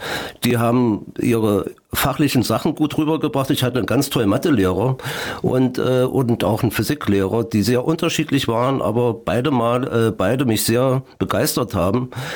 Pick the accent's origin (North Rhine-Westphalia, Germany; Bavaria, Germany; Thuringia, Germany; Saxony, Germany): Thuringia, Germany; Mühlhausen; also born or lived in Eschwege; dass ich wo groß geworden bin in der DDR.